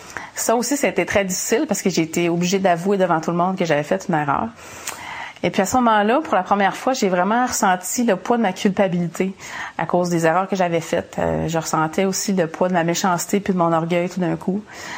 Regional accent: Saint-Félicien, Quebec, Canada; Moi, j'ai grandi au Lac-Saint-Jean, à Saint-Félicien. Je suis la plus jeune d'une famille de 5 enfants. Et puis, c'est une famille typiquement québécoise, normale, avec des bons parents.

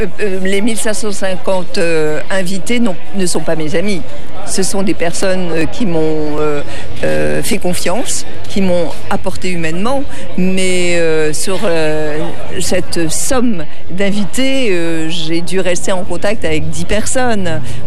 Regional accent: Brittany, France; je ne suis pas une méditerranéenne non plus, je suis bretonne, donc avec une forme de réserve

